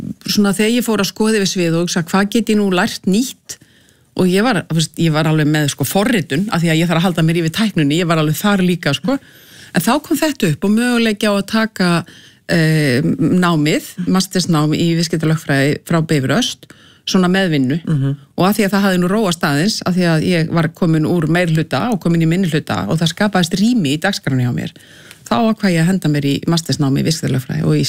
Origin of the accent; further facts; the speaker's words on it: Reykjavík, Capital Region, Iceland; en ég uppalinn í Reykjavík, skólagangan var hérna í Reykjavík, sko.